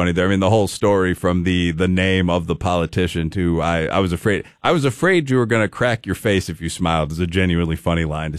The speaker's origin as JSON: {"language": "English", "town": "Chicago", "region": "Illinois", "country": "United States", "said": "You know, every time you go there, as a Chicagoan, it feels corrupt, and that's saying something."}